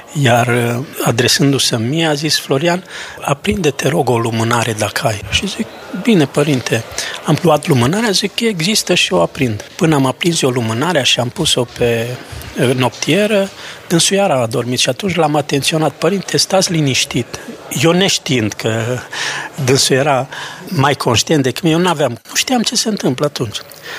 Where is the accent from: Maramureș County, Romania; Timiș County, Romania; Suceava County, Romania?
Maramureș County, Romania; Mireșu Mare; în satul meu natal, de unde și el este, din Mireșul Mare